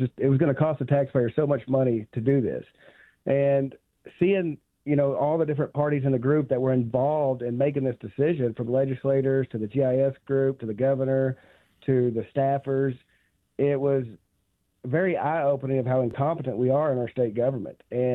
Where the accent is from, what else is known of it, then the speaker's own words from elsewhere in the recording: Cecil, Arkansas, United States; I'm from Cecil, Arkansas. I'm sixth generation there to my community.